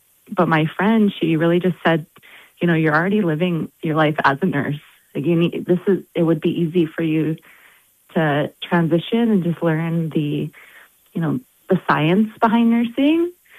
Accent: Prince Albert, Saskatchewan, Canada; I am Indigenous, and my band is North Spirit Lake, and it's in Northern Ontario. It's very isolated. I have always called Prince Albert home. I grew up here from kindergarten to grade 12

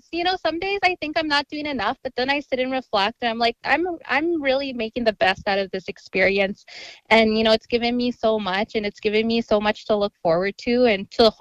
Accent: Ochapowace First Nation, Saskatchewan, Canada; I'm really proud of the connections I've made just from growing up on Ochapaways First Nation, you know, pursuing post-secondary education, being in sports all my life.

